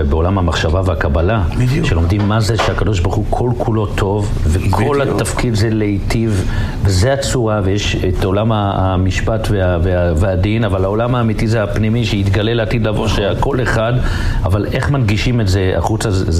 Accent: Jerusalem, Jerusalem District, Israel; אני גדלתי בירושלים.

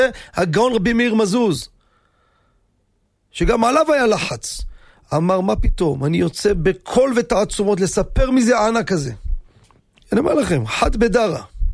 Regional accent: Jerusalem, Jerusalem District, Israel; ובאמת, בירושלים, אני גדלתי בירושלים. בקטמון עם כל השכונות העיראקים

